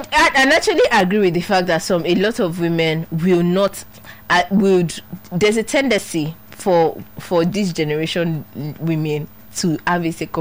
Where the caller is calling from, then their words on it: Ogun, Nigeria; Hello, good evening. … from Ejigun, Ogun State. First time listener.